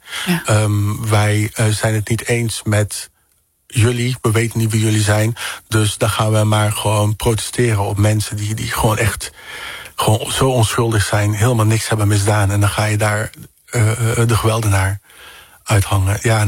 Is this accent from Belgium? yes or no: no; Netherlands Antilles, Netherlands; born there; Want niemand, maar ook echt daadwerkelijk niemand kan mijn Nederlanderschap in kwestie stellen. Sowieso niet, omdat ik gewoon in Nederlands Antillen geboren ben.